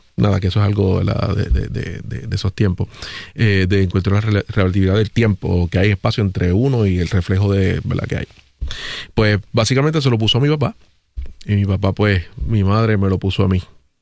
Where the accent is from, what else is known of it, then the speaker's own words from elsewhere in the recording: San Juan, Puerto Rico; Puerto Rico, San Juan, Puerto Rico.